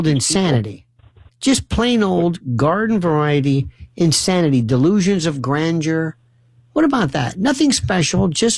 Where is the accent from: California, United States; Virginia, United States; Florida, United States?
Florida, United States; Not Florida. I'm from Florida. This is more redneck with Lacoochie.